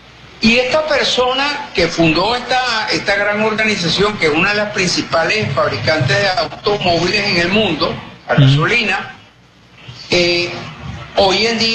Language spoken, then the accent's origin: Spanish; Venezuela